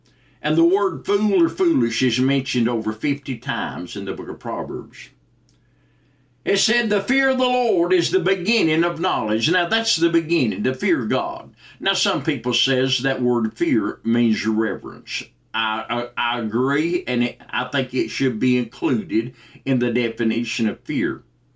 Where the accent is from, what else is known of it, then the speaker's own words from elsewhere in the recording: United States; born there; I'm grateful and honored that I was born in America